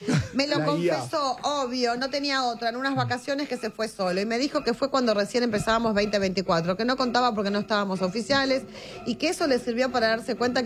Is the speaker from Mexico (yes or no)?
no; Argentina; now in Norway; de Argentina, pero los miro por YouTube desde Noruega. Nos faltaba uno de Noruega.